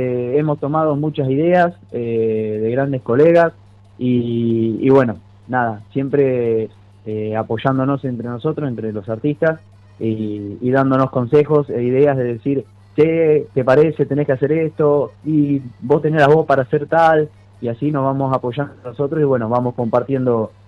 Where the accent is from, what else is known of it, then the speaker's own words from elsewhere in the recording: Carlos Tejedor, Buenos Aires Province, Argentina; moved away; las raíces están allá, mis raíces son allá, mi tierra es allá y es verdad, el corazón siempre está en nuestra tierra natal